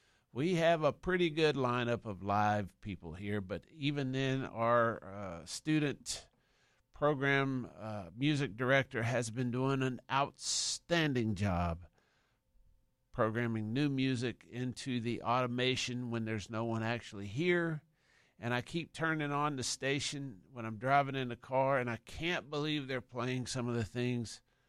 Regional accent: Tullahoma, Tennessee, United States; moved away; Jeff Reeves from my hometown in Tullahoma

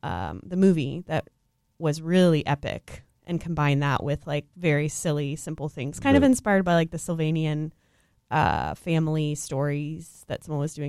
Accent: Austin, Texas, United States; also born or lived in San Antonio, Texas; Oh, I am from Texas. Mm-hmm. I grew up in Austin, and I mentioned before I was born in San Antonio

